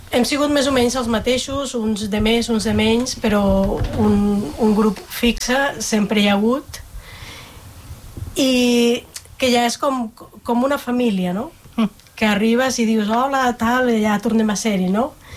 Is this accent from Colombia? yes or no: yes; Colombia; now in Spain